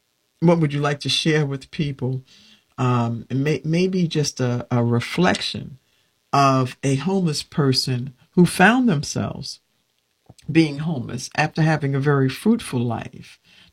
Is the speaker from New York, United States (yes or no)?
yes; New York, United States; now in Mitchellville, Maryland, United States; I'm in Maryland, I'm in Mitchellville, Maryland. And when I say I'm from New York